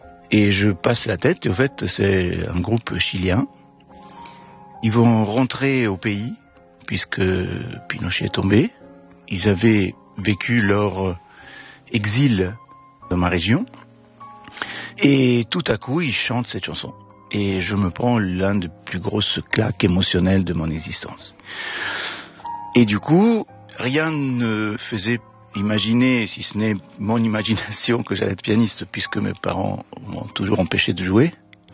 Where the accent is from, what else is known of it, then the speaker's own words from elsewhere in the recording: Perugia, Umbria, Italy; moved away; ma ville natale, qui est Perugia